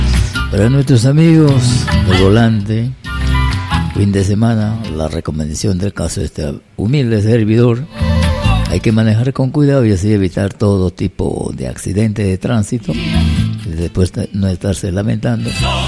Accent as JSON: {"language": "Spanish", "country": "Peru"}